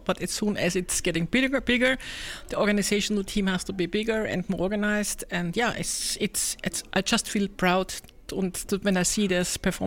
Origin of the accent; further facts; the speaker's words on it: Austria; moved away as an adult; also born or lived in Indonesia; So I'm from Austria. I'm a mom of 4 adults. I'm a grandma of 8. I lived in Indonesia for 5 years with my husband.